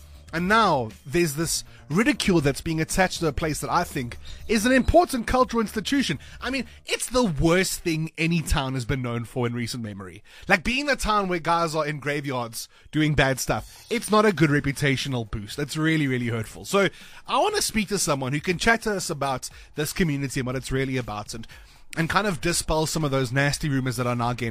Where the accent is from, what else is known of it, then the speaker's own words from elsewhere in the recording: Boksburg, Gauteng, South Africa; I come from Boksburg, on the east end of Johannesburg. It's where I was born and raised. And I'm very defensive of my town.